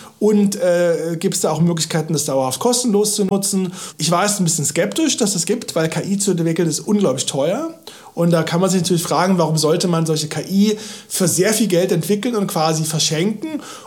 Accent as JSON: {"language": "German", "town": "Halle", "region": "Saxony-Anhalt", "country": "Germany", "tie": "born or raised there", "moved": "as an adult", "lives_now": "Berlin, Germany", "said": "ich bin gebürtig aus Halle und habe da 25 Jahre gelebt, wohne jetzt in Berlin."}